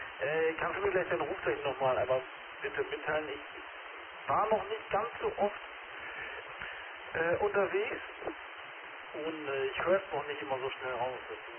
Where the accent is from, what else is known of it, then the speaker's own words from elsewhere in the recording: Bocholt, North Rhine-Westphalia, Germany; Ja, ich komme hier aus Bocholt